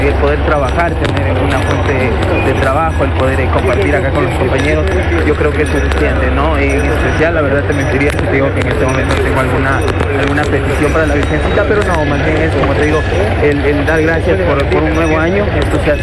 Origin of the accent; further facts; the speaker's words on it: Loja, Ecuador; yo soy de Loja